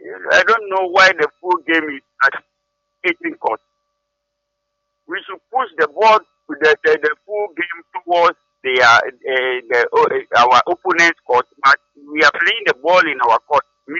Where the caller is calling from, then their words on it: Dodowa, Greater Accra, Ghana; I'm speaking from Dodowa, Ramatongo.